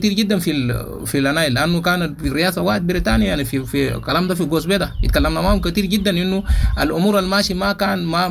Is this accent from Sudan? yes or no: yes; Sudan; برغم انه احنا سودانيين وعارفينه كويس